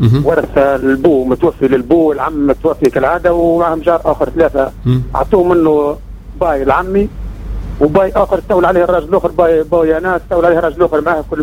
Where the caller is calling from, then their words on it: Kairouan, Kairouan Governorate, Tunisia; من القروان